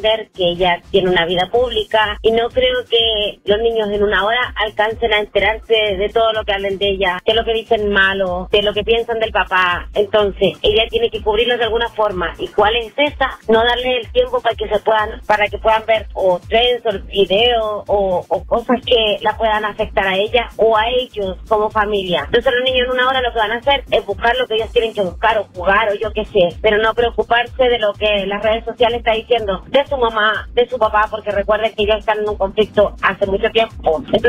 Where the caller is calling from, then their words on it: Los Angeles, California, United States; de Los Ángeles.